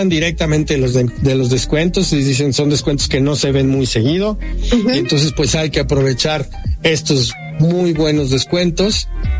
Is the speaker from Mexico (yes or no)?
yes; Mexico; es igual en cuanto al comportamiento de que tenemos como mexicanos hacia el dinero